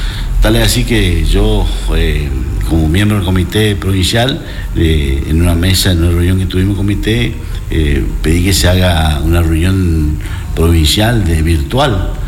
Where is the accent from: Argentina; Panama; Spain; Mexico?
Argentina; Santa Silvina, Chaco; Yo soy de Santa Silvina y me acuerdo cuando yo era, tenía 13, 14 años